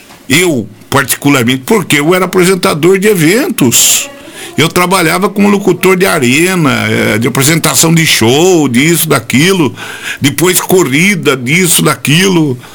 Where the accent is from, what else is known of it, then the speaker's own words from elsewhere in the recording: Brazil; Porque Rafar nunca teve rádio. E eu queria uma rádio na minha cidade natal.